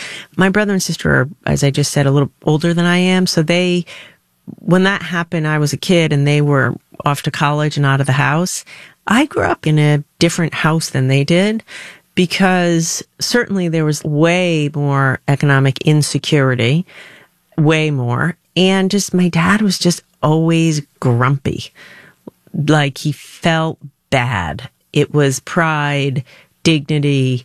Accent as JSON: {"language": "English", "region": "Rhode Island", "country": "United States", "said": "I'm from Rhode Island. That's a core thing about who I am. youngest of three kids, working class Italian-American family. My grandpa was an immigrant from Italy, lived in the house with us."}